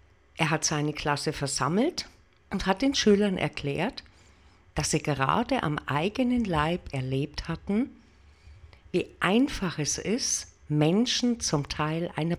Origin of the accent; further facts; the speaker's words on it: Bavaria, Germany; Bei uns in der Oberpfalz hat es jetzt aktuell noch 20 Grad